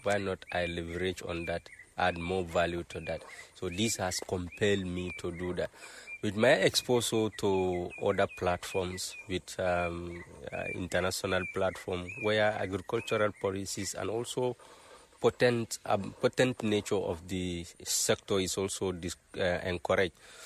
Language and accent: English; Gunjur, West Coast, Gambia; born and brought up in Gunjur.